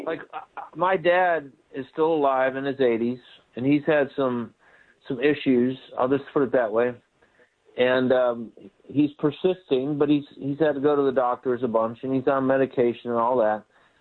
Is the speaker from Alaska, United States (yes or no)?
no; Palatine, Illinois, United States; I grew up in Palatine up north